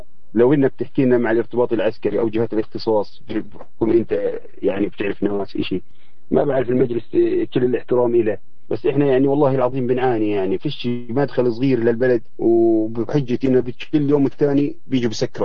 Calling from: West Bank, Palestine; أنا بصفتي مواطن بلد بحب بلدي، وأنا من فلسطين

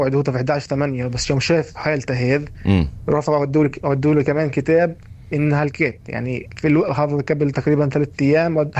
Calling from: Ramallah, West Bank, Palestine; في مستشفى شو اسمه هان عندنا في رام الله

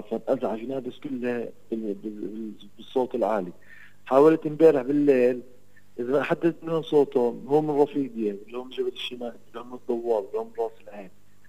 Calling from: Nablus, West Bank, Palestine

